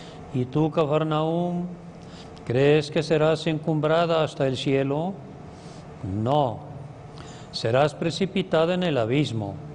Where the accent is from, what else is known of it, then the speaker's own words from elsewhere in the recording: Guadalajara, Jalisco, Mexico; pues ya llegué aquí a mi tierra, Guadalajara, soy de aquí